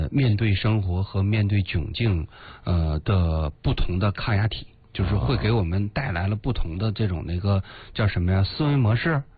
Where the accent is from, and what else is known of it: China